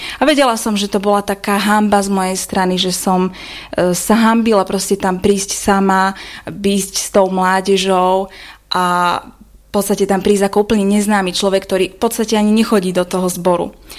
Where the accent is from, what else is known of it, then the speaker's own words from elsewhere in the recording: western Slovakia, Slovakia; pochádzam zo západného Slovenska, mám 24 rokov